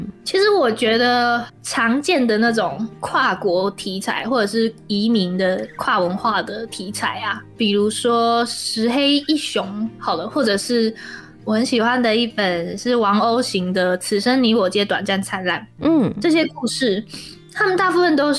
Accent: Thailand; also born or lived in Kaohsiung; now in Taiwan; 原本应该是异乡的这个国度其实是我来自的地方，我来自那个地方，但我现在在台湾，

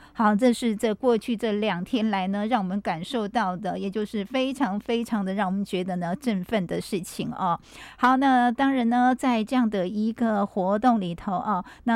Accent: Hualien County, Taiwan; 我们花莲人

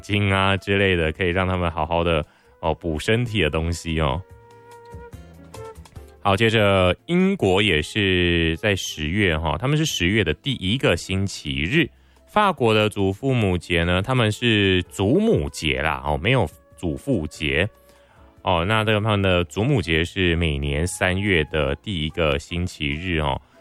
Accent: Taiwan; 为了要唤起我们台湾人呢更加重视家庭世代的这个关系落实哦

